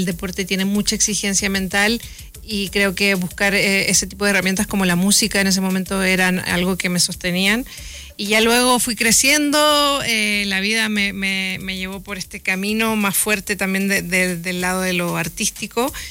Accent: Chile; soy chilena, cantante, futbolista

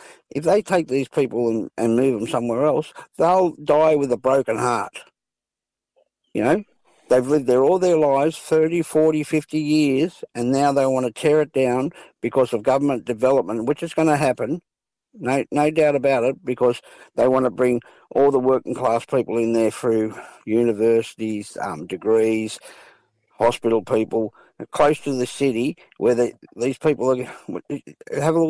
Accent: New South Wales, Australia; born there; And I was born in Wiradjuri country. So I've done the whole shipshift to come back to this, to the Darwal, Gunungara, Darug lands.

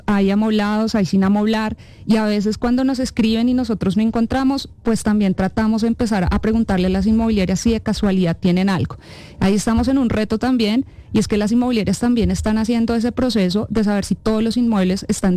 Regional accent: Colombia

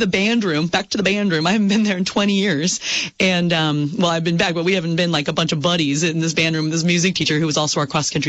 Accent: Newbury, Vermont, United States; I grew up in Newbury, Vermont, a little town on the Connecticut River

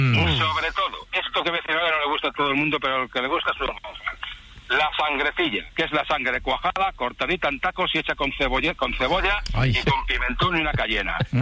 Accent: Valladolid, Castile and León, Spain; Yo soy de Valladolid, Valladolid de capital, ¿vale?

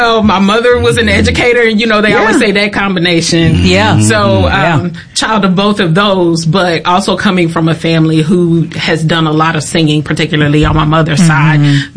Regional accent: Mississippi, United States; because I'm a Mississippi Delta girl.

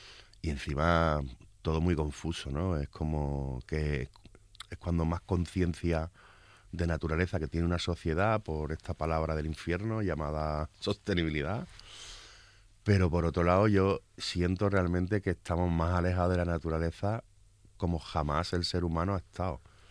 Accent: Cádiz, Andalusia, Spain; tuvimos la suerte hace muchos años de, como gaditano, disfrazarla de cosas

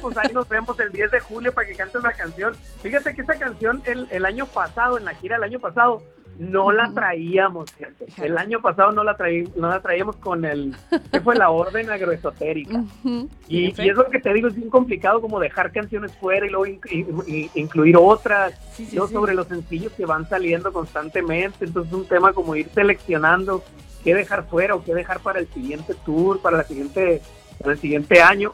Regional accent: Mexico

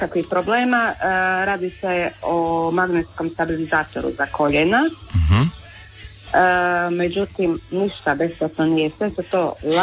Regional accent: Chakavian-speaking coastal area, Croatia; accent: Chakavian; Čakavka, pa može se reći.

